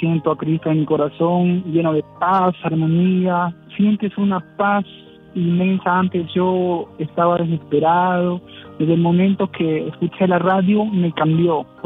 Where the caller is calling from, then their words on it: San Martín, Peru; desde Perú, San Martín, desde la selva central.